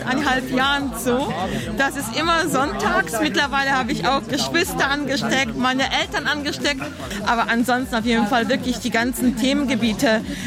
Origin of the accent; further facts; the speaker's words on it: Toruń, Kuyavian-Pomeranian Voivodeship, Poland; born there; moved away; Also ich bin ja in Polen selbst geboren, ich komme aus Torun.